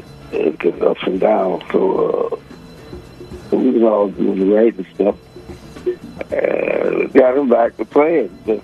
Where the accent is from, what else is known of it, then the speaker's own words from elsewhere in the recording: Chicago, Illinois, United States; I'm from Chicago.